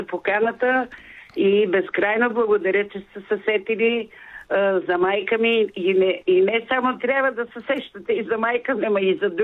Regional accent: Plovdiv, Plovdiv Province, Bulgaria; born there; Ние сме родени сестра ми в Пловдив. Баща ми беше кореняк пловдивчанин.

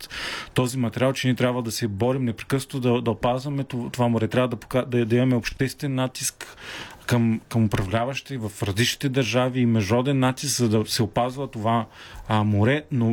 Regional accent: Varna, Varna Province, Bulgaria; въпреки че съм от Варна

